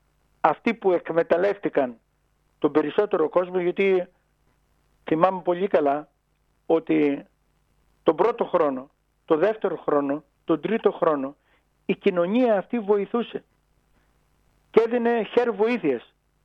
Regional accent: Samos, North Aegean, Greece

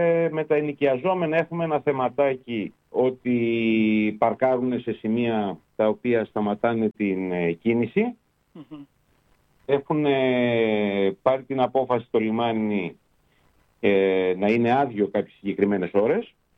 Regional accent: Samos, North Aegean, Greece; σαν δημότης της Σάμου

